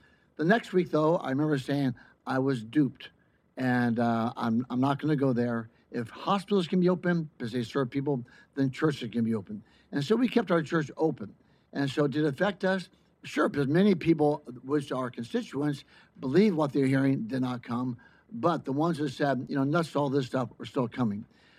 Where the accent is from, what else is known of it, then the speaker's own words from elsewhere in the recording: Midwest, United States; I'm from the Midwest, and so we have tornadoes, and we have tornado warnings.